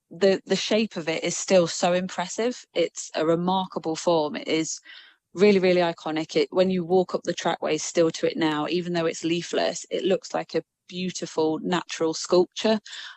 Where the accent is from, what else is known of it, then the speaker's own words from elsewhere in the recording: Nottingham, East Midlands, United Kingdom; I'm a local girl, so I'm from Nottingham